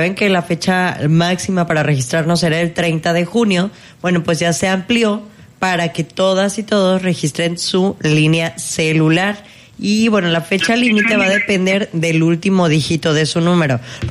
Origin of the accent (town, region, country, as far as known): Mexico